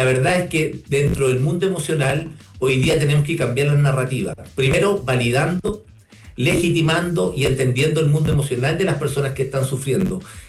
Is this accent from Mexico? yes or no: no; Chile; nosotros como chilenos lo vivimos cada cierto tiempo.